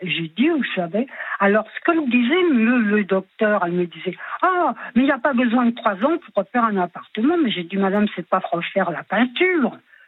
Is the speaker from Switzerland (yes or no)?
yes; Switzerland; accent: Swiss; je parle avec l'accent suisse. Et c'est vrai en plus, parce que j'ai pu me faire chambrer dans ma vie avec ça.